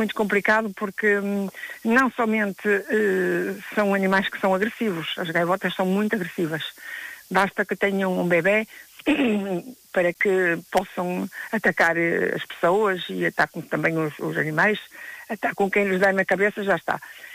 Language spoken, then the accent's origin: Portuguese; Northern Portugal, Portugal; nós somos do norte, nós somos nortenhos